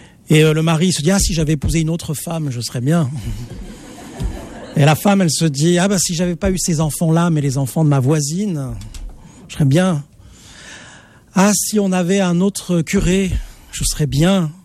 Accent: Marseille, Provence-Alpes-Côte d'Azur, France; Je suis de Marseille, alors c'est mes références. J'ai appris ça à l'école primaire.

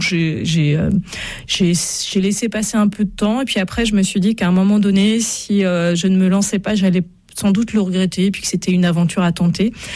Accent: Brest, Brittany, France; now in Paris, France; Donc moi je suis originaire de Brest. Par hasard, mon mari a été muté à Nantes

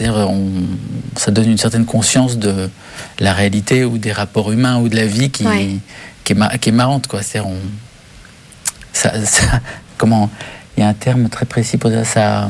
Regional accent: Syria; born or raised there; moved away

